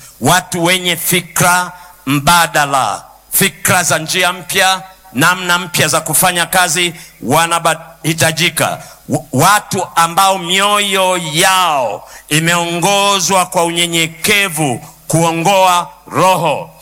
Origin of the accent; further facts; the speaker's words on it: Kilimanjaro, Tanzania; Nakumbuka kule kwetu Pareni zilipokuja magitaa